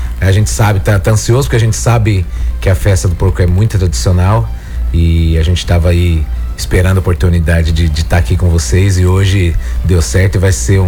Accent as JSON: {"language": "Portuguese", "town": "Osasco", "region": "São Paulo", "country": "Brazil", "tie": "born or raised there", "lives_now": "São Paulo, Brazil", "said": "Nós somos de Osasco. Eu moro hoje na cidade de São Paulo, mas é ali divisa com Osasco, ali com o bairro onde a gente nasceu."}